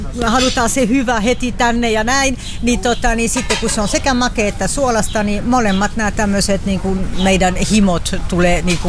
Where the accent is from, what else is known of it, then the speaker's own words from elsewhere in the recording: France; Finnish is a second language; now in Finland; toki mä en ole syntynyt täällä, mä oon Ranskasta kotoisin